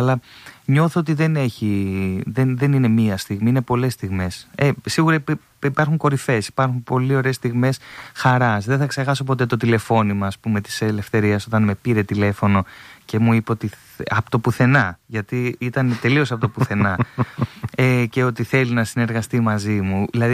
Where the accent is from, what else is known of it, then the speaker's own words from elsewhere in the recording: Thessaloniki, Central Macedonia, Greece; οι καλλιτέχνες, οι τραγουδιστές που είμαστε και από τη Θεσσαλονίκη, μια έτσι ομάδα και μια ζήμη που μπορεί να αλλάξει πράγματα.